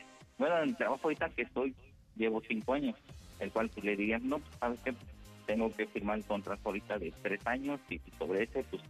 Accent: Toluca, State of Mexico, Mexico

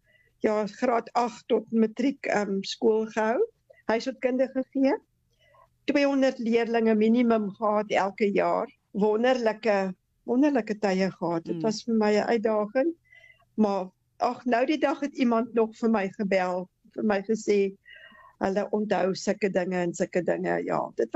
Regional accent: Graaff-Reinet, Eastern Cape, South Africa; moved away as an adult; also born or lived in Pietermaritzburg / Stellenbosch / Karoo; now in Langebaan, South Africa; ek kom van die Karoo af, ek is in Maritzburg gebore, kom van Graaf Reinet groot geword, toe maar gaan swat in Stellenbosch, waar ek vir Liefie ontmoet het, en ons is getroud, en die wye wêreld vol getrek.

